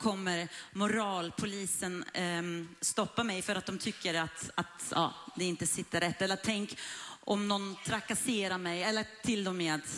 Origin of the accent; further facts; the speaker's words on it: Iran; now in Sweden; När människor hör att jag är uppvuxen i Iran så frågar de ofta hur det liksom är där eller hur det var att växa upp där.